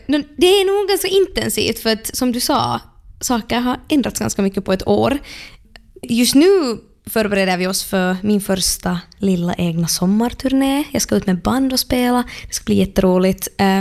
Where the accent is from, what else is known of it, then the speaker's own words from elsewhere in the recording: Helsinki, Uusimaa, Finland; now in Stockholm, Sweden; det är i min hemstad